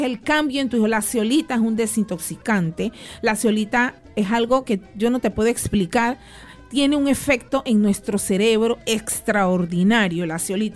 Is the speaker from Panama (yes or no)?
yes; Panama; de mi parte, como profesional, como panameña, quiera un consejo antes de vacunar a sus hijos, busquen información.